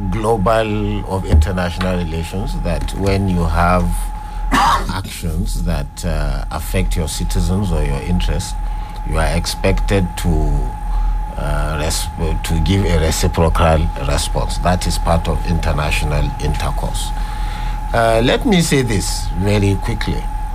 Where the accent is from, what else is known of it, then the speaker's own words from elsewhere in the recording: Offa, Kwara, Nigeria; I come from Ofa.